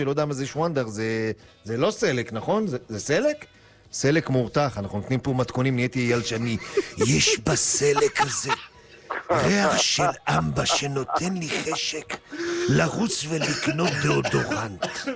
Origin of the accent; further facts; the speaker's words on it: Or Yehuda, Tel Aviv District, Israel; נולדתי באור יהודה, כן.